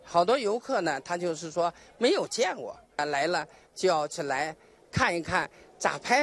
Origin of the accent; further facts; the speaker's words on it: Shizuishan, Ningxia, China; 我生在这儿，长在这儿，工作在这儿，生活在这儿。我曾经在矿上